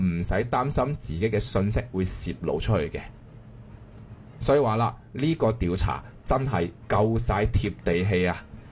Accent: Guangdong, China; 而我哋廣東人啦、啊，更加深有體會，晾3日嘅衫點都乾唔到。

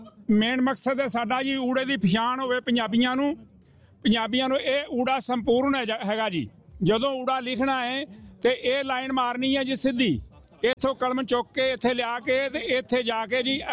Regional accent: Karnal, Haryana, India; now in Melbourne, Australia; ਕਰਨਾਲ ਤੋਂ ਹਾਂ ਤੇ ਮੇਰੇ ਨਾਲ ਨੇ ਜਵਾਰਜੀਤ ਸਿੰਘ ਹੈਪੀ ਜੀ। ਤੇ 2012 ਦੇ ਵਿੱਚ ਅਸਾਂ ਇੱਥੇ ਮੈਲਬੋਰਨ 'ਚ ਸ਼੍ਰੀ ਸੁਖਮਨੀ ਸਾਹਿਬ ਸੇਵਕ ਸਭਾ ਮੈਲਬੋਰਨ ਬਣਾਈ ਸੀ।

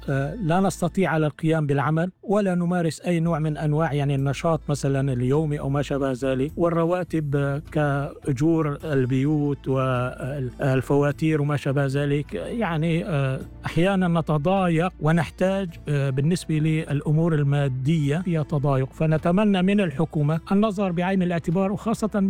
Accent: Syria; now in Shepparton, Australia; نحن كجالي سوري هون في مدينة شبرتون، البعض قديم مننا أتى إلى هنا منذ 8 سنوات، والبعض طبعا منذ 3، منذ 5

